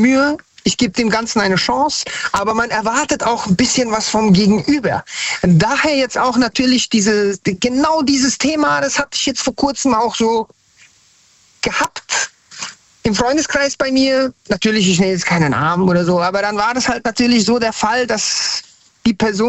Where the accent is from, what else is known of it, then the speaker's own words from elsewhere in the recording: Frankfurt, Hesse, Germany; now in Hanau, Germany; Oh nein, nein, bin ich aus Frankfurt am Main. Ich bin dann nach Hanau gezogen.